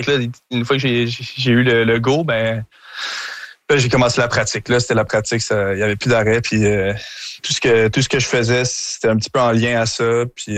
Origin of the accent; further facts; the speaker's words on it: Montreal, Quebec, Canada; je pense que vous le savez, je suis Montréalais dans l'âme